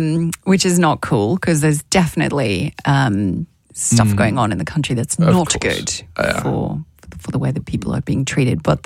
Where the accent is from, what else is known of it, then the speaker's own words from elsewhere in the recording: South Africa; As a South African